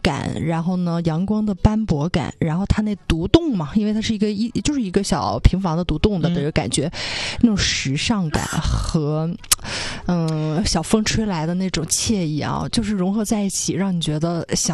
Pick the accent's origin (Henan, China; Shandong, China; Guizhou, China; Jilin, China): Jilin, China; born there; now in Changchun, China; 这都是我们小时候在松花湖畔能看着的那种氛围